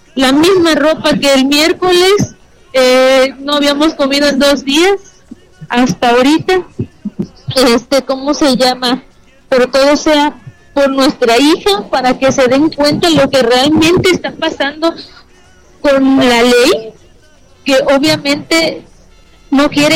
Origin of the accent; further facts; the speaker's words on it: Poza Rica, Veracruz, Mexico; somos de Poza Rica, no tenemos familia aquí.